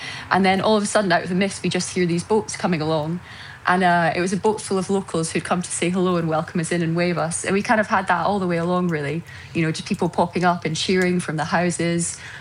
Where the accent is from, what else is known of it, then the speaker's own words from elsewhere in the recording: Scotland, United Kingdom; being Scottish, I think it's fantastic to have it as a really proper homecoming, coming back into Scotland.